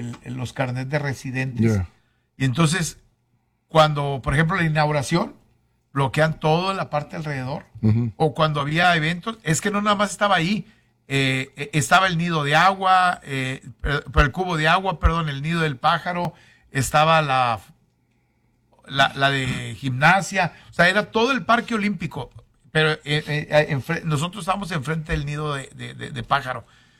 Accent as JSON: {"language": "Spanish", "country": "Mexico", "said": "Pues sí, ahí vivimos enfrente, somos mexicanos, pero rentamos el departamento por un año."}